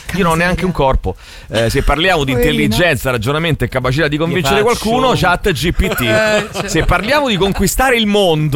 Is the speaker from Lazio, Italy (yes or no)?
yes; Rome, Lazio, Italy; now in Marche, Italy; io che sono romano ma vivo 20 anni nelle Marche, poi devo tornare a vivere a Roma?